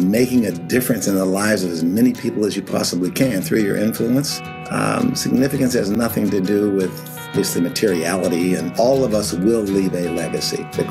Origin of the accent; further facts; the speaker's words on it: Pittsburgh, Pennsylvania, United States; Well, it all began back in Pennsylvania. I grew up in Pittsburgh. My parents were from Mississippi, and there's a story behind that, too, in terms of my connectedness. But I was born in Pittsburgh.